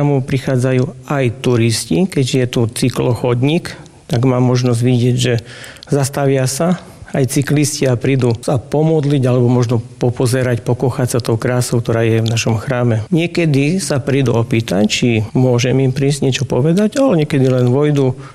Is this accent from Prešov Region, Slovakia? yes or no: yes; Stará Ľubovňa District, Prešov Region, Slovakia; moved away as an adult; now in Kolonica, Slovakia; keďže pochádzam zo severu, od okresu Stará Ľubovňa, tam je trošku je iné